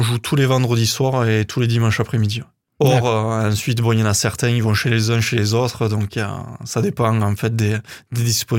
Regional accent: Occitanie, France; moved away; moi je viens en fait du Couserin, c'est pas loin

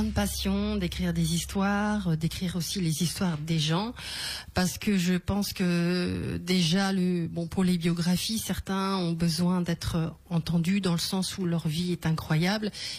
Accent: Brittany, France; moved away as an adult; now in Lodève, France; je suis bretonne, mais je suis lodévoise dans le cœur depuis 5 années déjà.

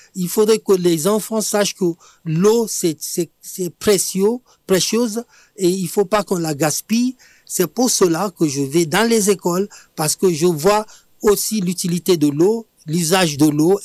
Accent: Iloro, Oyo, Nigeria; moved away as an adult; now in France; quand j'étais au Nigeria, j'ai mon village natal qui s'appelle Iloro, dans l'état d'Oyo, n'avait pas du tout l'eau potable.

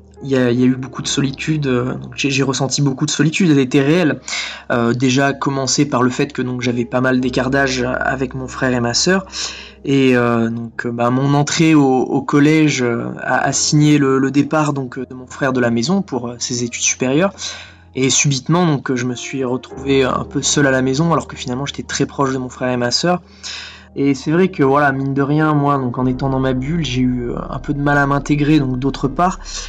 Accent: Villard-de-Lans, Auvergne-Rhône-Alpes, France; also born or lived in Chamonix; Ben, moi, je suis né à Chamonix, donc à la montagne. Et très vite, donc à l'âge de mes 4 ans, on a déménagé avec ma famille à Villard-de-Lans.

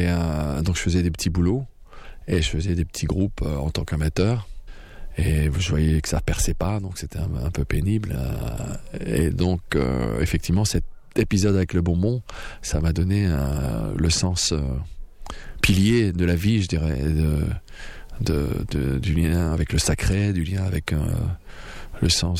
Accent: Hauts-de-France, France; À l'origine, je suis ch'ti, un ch'tibétain en fait.

